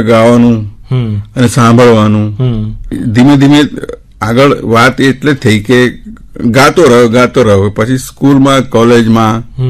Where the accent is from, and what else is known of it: Visnagar, Gujarat, India; born or raised there; moved away